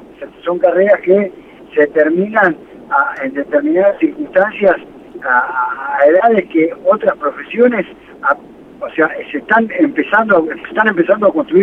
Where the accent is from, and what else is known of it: Lima, Buenos Aires Province, Argentina; born or raised there